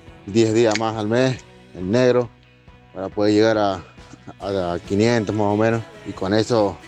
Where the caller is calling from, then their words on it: Mendoza, Argentina; acá, de Mendoza.